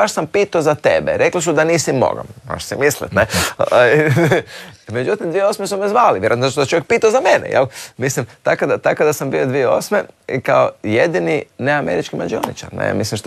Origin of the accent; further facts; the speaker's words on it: Croatia; ja sam iz Hrvatske.